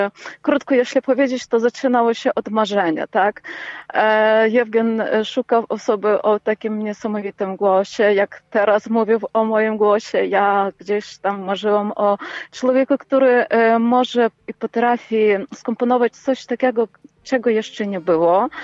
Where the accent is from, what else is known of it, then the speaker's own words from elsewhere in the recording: Lviv, Lviv Oblast, Ukraine; Polish is a second language; moved away as an adult; now in Poland; we Lwowie, w którym się, jak pan powiedział, urodziliśmy, wychowaliśmy się